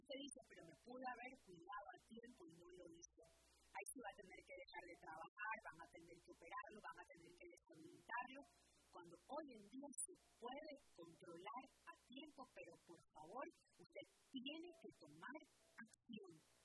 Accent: Ecuador; now in United States; Yo soy ecuatoriana, yo cuando voy a mi país y yo voy a comer algo, todo me sabe rico

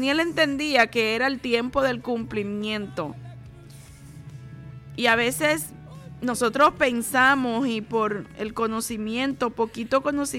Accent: Dominican Republic

